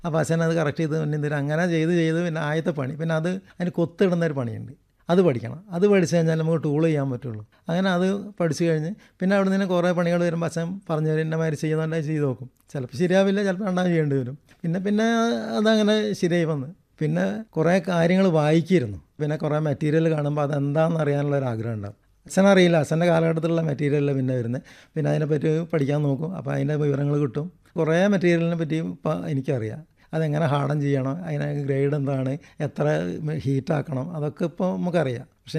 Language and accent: Malayalam; Nadakkavu, Kerala, India; born there; നടക്കാവിൽ കുഴിക്കണ്ടി പറമ്പിലാണ് താമസിക്കുന്നത്.